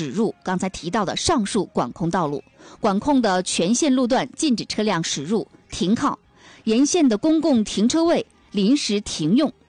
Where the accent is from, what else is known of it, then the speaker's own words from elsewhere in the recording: Dalian, Liaoning, China; 我们大连人